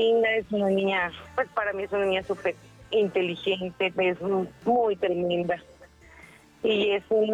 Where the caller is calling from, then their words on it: Tenango del Aire, State of Mexico, Mexico; Soy de Tenango del Aire.